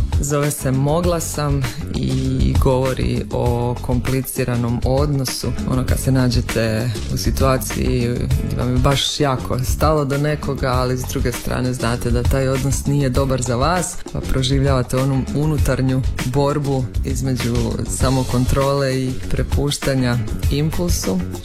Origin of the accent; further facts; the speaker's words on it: Šibenik, Šibenik-Knin County, Croatia; Bog svima … iz Šibenika sam, jako, jako volim glazbu.